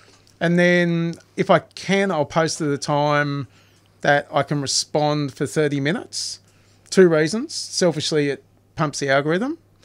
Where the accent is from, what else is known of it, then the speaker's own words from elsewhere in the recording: Tasmania, Australia; moved away; also born or lived in Launceston; I grew up in Tasmania and lived all over.